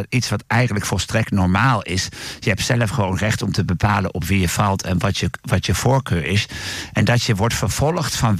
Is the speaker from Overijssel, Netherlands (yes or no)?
yes; Deventer, Overijssel, Netherlands; En ik kom zelf uit Deventer.